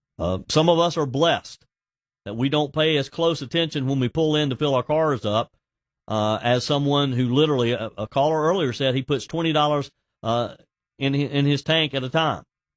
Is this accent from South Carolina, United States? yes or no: yes; South Carolina, United States; And here in my home state of South Carolina, the state legislature is about to reconvene to consider those congressional districts.